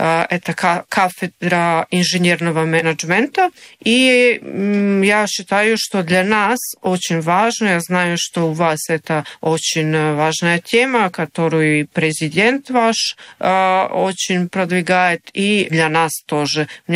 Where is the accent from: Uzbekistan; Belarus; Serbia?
Serbia; Russian is a second language; moved away as an adult; now in Russia; я родилась, прожила первую вот молодость свою в Югославии.